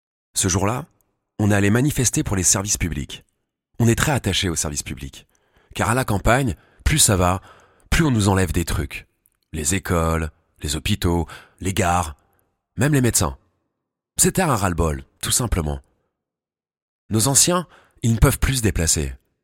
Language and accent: French; Le Mans, Pays de la Loire, France; Je suis né au Mans. Mon père, lui, est agent d'entretien dans une maison de retraite.